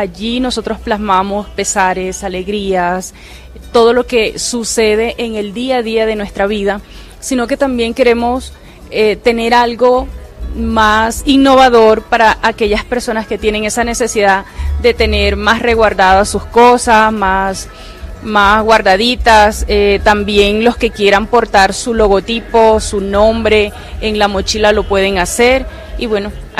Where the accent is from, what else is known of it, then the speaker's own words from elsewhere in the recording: Colombia; first language Arhuaco; Spanish is a second language; Los estoy saludando en mi lengua nativa y les estoy diciendo